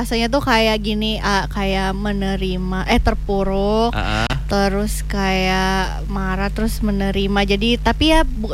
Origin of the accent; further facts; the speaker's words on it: Singkawang, West Kalimantan, Indonesia; now in Jakarta, Indonesia; Aku tuh lahir dan besar di Kalimantan Barat di Singkawang.